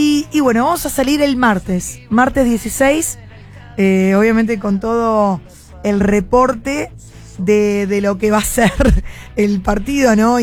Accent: Canelones, Uruguay; En mi pueblo, en Canelones

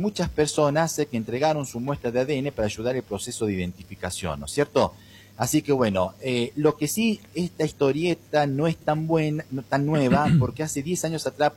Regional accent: Argentina; nos catalogaran como argentinos matones

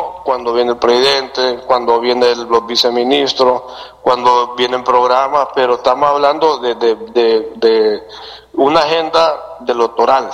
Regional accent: Siguatepeque, Comayagua, Honduras; born there; aquí es el departamento, es Siguatepeque, donde yo nací, y ahí estamos.

